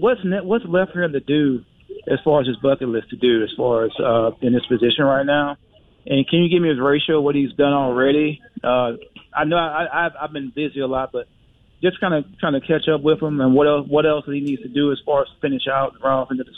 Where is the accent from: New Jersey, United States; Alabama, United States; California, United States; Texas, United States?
Alabama, United States; Mobile; also born or lived in Birmingham; now in Georgia, United States; I'm originally from Birmingham. Well, originally Mobile, but I lived in Birmingham for like 10 years and moving to Georgia.